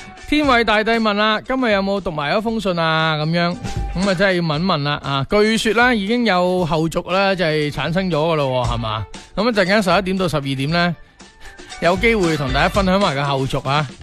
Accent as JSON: {"language": "Cantonese", "region": "Guangdong", "country": "China", "said": "对于我哋广东人嚟讲咧，"}